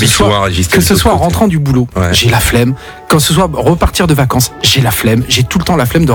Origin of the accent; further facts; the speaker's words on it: Landes, Nouvelle-Aquitaine, France; je viens des Landes, moi je suis un vrai canard.